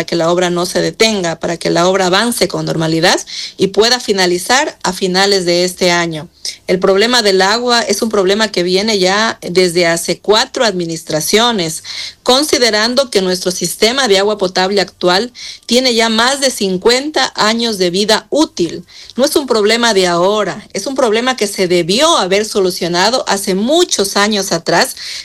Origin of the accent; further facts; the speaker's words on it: Yantzaza, Zamora-Chinchipe, Ecuador; soy una hija de Yantzaza. Yo he nacido aquí en esta bella tierra, he crecido